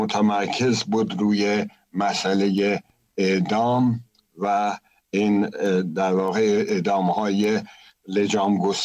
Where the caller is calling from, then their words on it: Gothenburg, Västra Götaland, Sweden